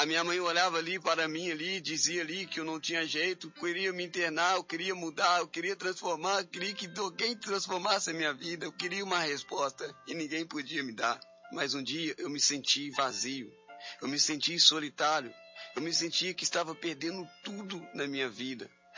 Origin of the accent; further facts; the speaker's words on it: Juiz de Fora, Minas Gerais, Brazil; 25 anos de idade. Sou um menino que nasci em Juiz de Fora, cresci.